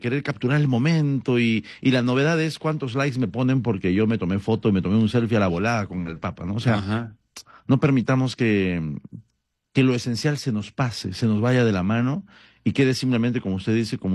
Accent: Peru

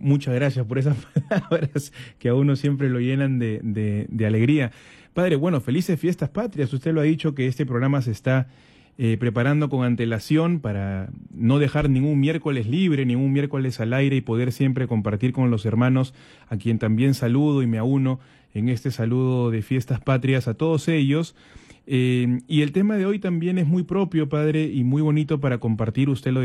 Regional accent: Peru; nuestro deber como peruanos, como ciudadanos

